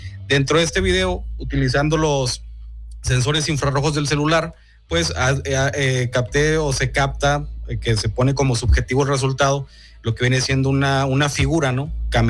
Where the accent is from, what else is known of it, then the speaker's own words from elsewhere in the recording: San Juan del Río, Querétaro, Mexico; una hacienda de acá de mi pueblo, San Juan del Río